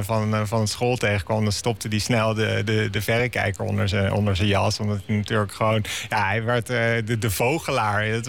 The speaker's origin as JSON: {"language": "Dutch", "town": "The Hague", "region": "South Holland", "country": "Netherlands", "tie": "born or raised there", "moved": "as an adult", "lives_now": "Amsterdam, Netherlands", "said": "Ik woon weliswaar samen met Arjan, waar ik de podcast mee maak, in Amsterdam. Maar toch, weet je, zoals je iets bent, ben ik een Hagenaar."}